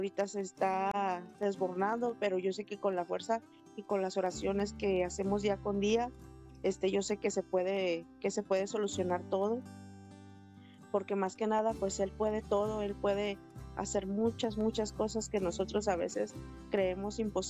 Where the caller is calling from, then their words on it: Tlajomulco de Zúñiga, Jalisco, Mexico; de aquí de Tlajomulco de Zúñiga.